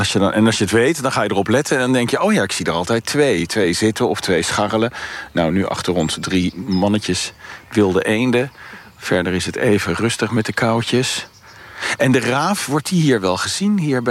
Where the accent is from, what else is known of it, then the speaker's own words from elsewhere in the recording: Leiden, South Holland, Netherlands; Ik kom uit Leiden